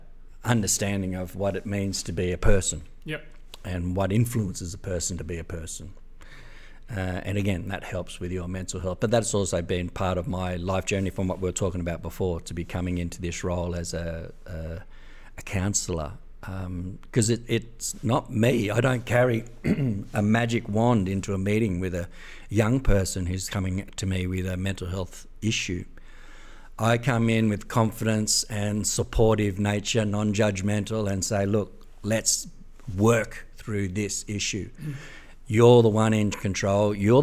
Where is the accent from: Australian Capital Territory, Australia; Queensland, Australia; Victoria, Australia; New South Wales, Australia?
New South Wales, Australia; Sydney; I grew up in Granville, a very multicultural place, and I loved